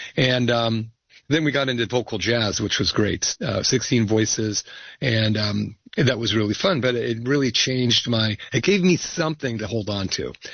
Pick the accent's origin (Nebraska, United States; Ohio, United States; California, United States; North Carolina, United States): California, United States; Berkeley; I grew up in Berkeley in the 60s and 70s